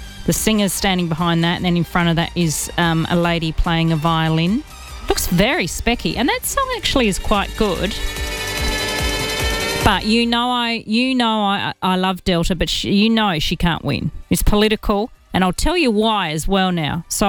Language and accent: English; Australia; So it knows I'm from Australia.